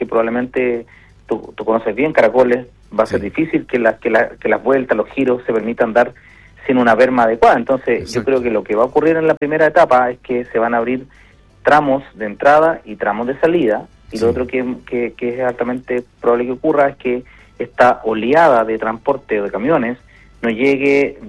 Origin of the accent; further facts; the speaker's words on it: Los Andes, Valparaíso, Chile; sigo siendo un andino de tomo y lomo y de corazón.